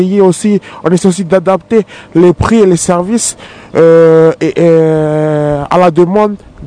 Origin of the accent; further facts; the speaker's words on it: Lifou, Loyalty Islands Province, New Caledonia; je suis originaire de Dokine